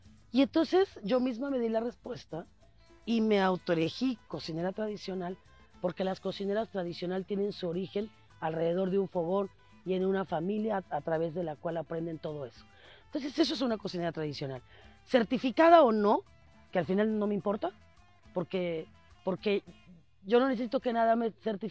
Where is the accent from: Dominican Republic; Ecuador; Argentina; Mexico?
Mexico; cuenta como mexicano que, porque a veces perdemos eso, perdemos esa, la conciencia de que estamos en un gran país con una diversidad impresionante en todos los sentidos, y a veces como mexicano nosotros no lo valoramos.